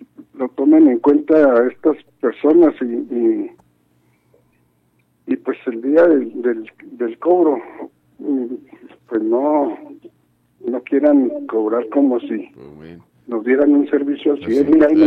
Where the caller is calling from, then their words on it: Mexico; aquí en Laderas de Labrán